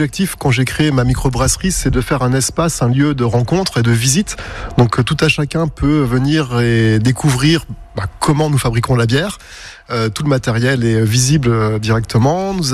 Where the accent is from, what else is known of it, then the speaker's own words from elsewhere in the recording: Richemont, Grand Est, France; nous sommes originaires de Richemont.